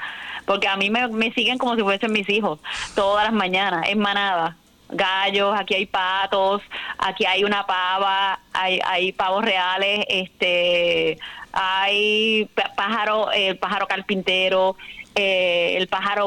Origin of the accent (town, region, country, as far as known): Puerto Rico